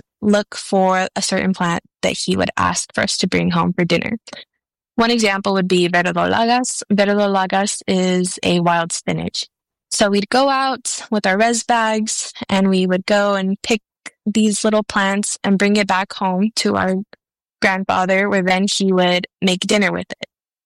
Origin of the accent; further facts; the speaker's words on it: Tucson, Arizona, United States; born there; I come from the Pascua Yaqui tribe, barrio libre, and new pascua communities in Tucson, Arizona.